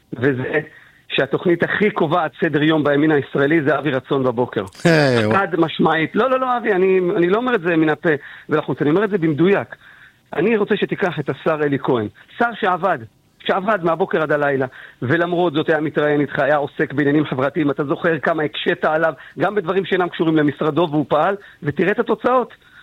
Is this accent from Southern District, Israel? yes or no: yes; Ashkelon, Southern District, Israel; בשכונה שלי, הדלתות לא היו נעולות. אומנם היינו גרים בצריפים